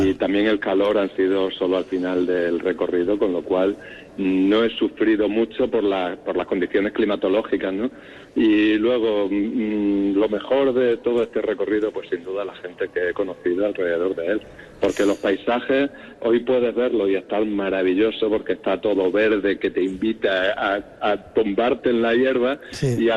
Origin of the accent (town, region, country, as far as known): Extremadura, Spain